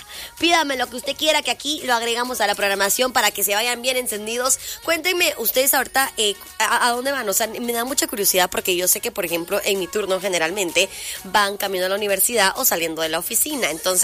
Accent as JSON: {"language": "Spanish", "country": "Guatemala", "said": "como buena chapina soy chute"}